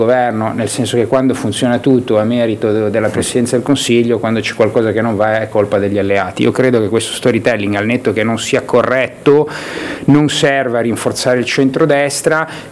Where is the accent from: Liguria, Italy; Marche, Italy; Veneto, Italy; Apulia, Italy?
Liguria, Italy; noi come liguri ne siamo assolutamente orgogliosi.